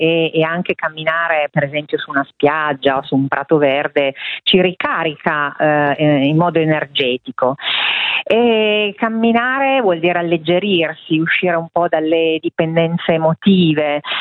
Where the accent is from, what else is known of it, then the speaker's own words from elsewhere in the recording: Turin, Piedmont, Italy; Io sono torinese, forse si sente anche dal mio accento.